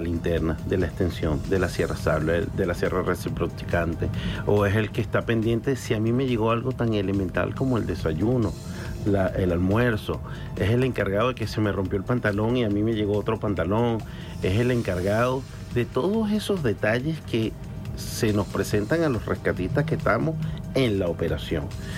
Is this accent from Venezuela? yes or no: yes; Venezuela; llevo mi bandera y digo, soy venezolano y venezolano de los buenos.